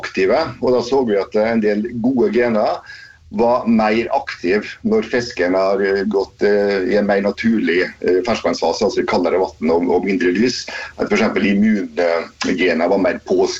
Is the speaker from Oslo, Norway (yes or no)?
no; Møre og Romsdal, Norway; moved away; det var hjemme på Averøya